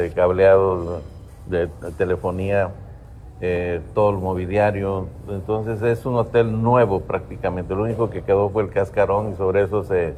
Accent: Quintana Roo, Mexico; also born or lived in Guerrero; Soy originario de Quintana Roo.

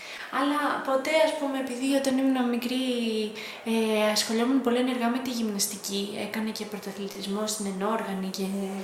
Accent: Greece; μεγαλώσαμε στην Ελλάδα με αυτό.

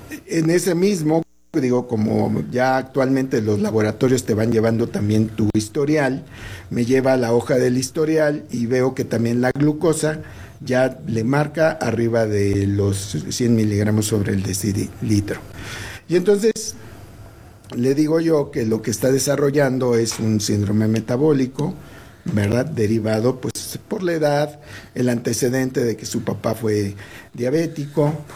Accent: Mexico; Entonces, pues nosotros comemos tortillas porque somos mexicanos.

